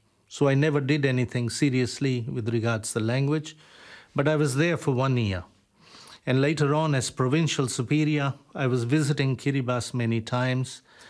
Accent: Fiji; moved away; I'm not from Kiribati. I'm born in Fiji. I was brought up in Fiji.

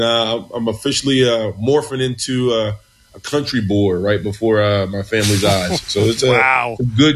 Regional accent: New York, United States; now in Jackson, United States; I'm a rose from the concrete jungle. I grew up a South Bronx kid, born and raised in New York. Love New York. I will always consider myself a New Yorker, but now I've taken my talents to Jackson, Mississippi

